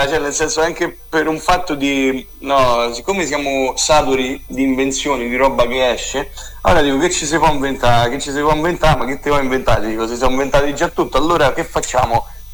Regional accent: Sant'Oreste, Lazio, Italy; siamo amici di vecchia data, che tutti quanti veniamo da Santoreste.

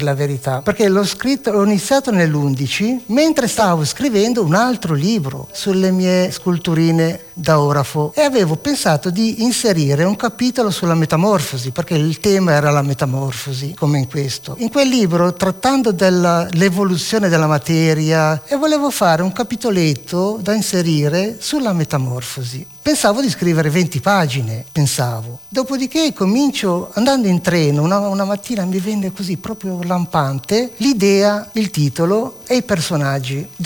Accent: Arezzo, Tuscany, Italy

